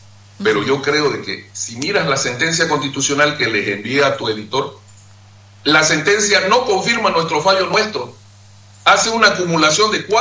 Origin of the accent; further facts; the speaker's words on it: Trinidad, Beni, Bolivia; yo soy trinitario, soy veniano